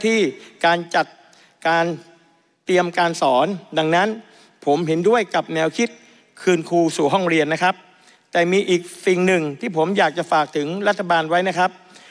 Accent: Surat Thani, Thailand; ผมเป็นคนจังหวัดสุราษฎร์ธานีดังคำฝันคือเมืองร้อยเกาะ

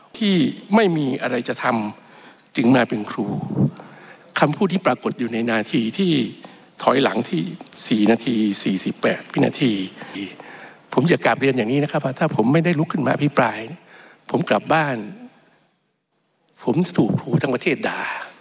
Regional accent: Sisaket, Thailand; ครูบาอาจารย์ที่สอนผมมานะฮะหลายท่านผมมาจากศรีสะเกษ

